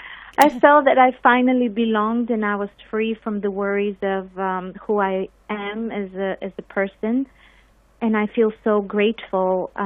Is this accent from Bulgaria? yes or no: yes; Sofia, Sofia City, Bulgaria; moved away as an adult; now in Canada; I began my training in Bulgaria. I was born and raised in Sofia, the capital, and lived there until the age of 18.